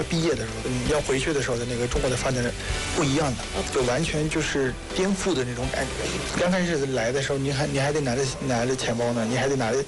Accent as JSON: {"language": "Chinese", "country": "Myanmar", "second_language": "Chinese", "said": "这种的话，我们缅甸人看着就会感觉哇，这个很好。"}